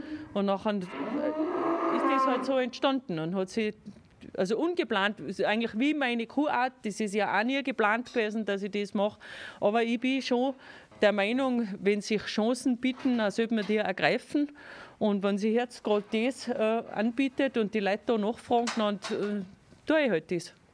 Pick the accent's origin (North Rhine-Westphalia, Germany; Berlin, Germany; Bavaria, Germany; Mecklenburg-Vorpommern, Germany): Bavaria, Germany; ohne meine Arbeit als Bayerin gab es wahrscheinlich auch die Kuhbilder nicht.